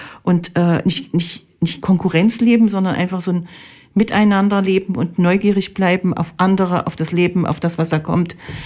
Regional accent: Germany; ich bin in der DDR groß geworden und ich weiß, dass es gar nicht so viel braucht, um glücklich zu sein.

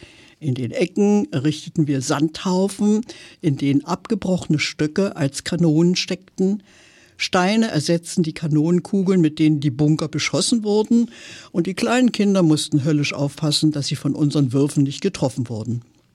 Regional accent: Berlin, Germany; Ich stamme zum Beispiel aus Berlin, war auch gewissermaßen Frontstadt.

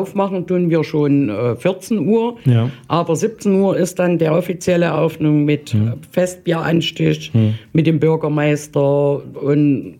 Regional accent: Saalfeld, Thuringia, Germany; Ich bin gebürtige Saalfelderin.

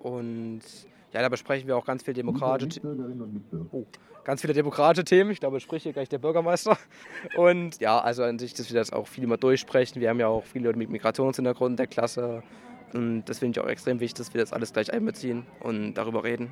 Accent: Germany; Hier aus Fachau.

